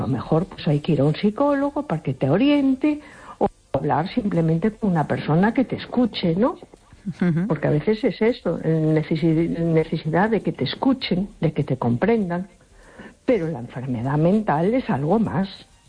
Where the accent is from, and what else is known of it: A Coruña, Galicia, Spain